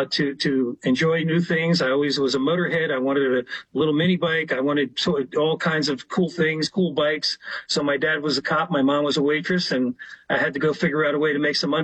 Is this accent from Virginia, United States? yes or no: no; Philadelphia, Pennsylvania, United States; Born and raised in Philadelphia. I am the youngest of three. We're all a year apart, so I am the baby, as they say.